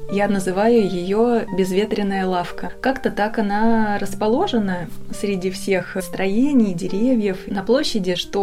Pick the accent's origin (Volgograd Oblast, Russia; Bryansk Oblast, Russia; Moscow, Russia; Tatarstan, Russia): Bryansk Oblast, Russia; Bryansk; now in Oryol, Russia; Я сама не из Орла, я из Брянска. И я приехала сюда учиться.